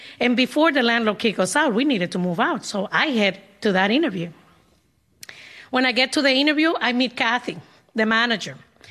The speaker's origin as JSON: {"language": "English", "country": "Dominican Republic", "second_language": "English", "moved": "yes", "lives_now": "Boston, United States"}